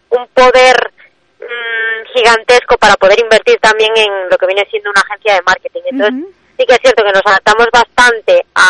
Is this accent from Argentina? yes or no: no; Ferrol, Galicia, Spain; que somos de Ferrol de siempre